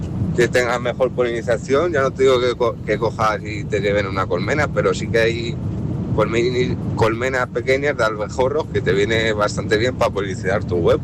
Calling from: Spain; de Pola Nueva.

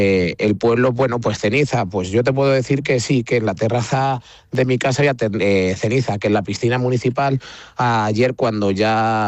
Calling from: Castilla-La Mancha, Spain; hasta que yo ya llegué de nuevo a Bayuela

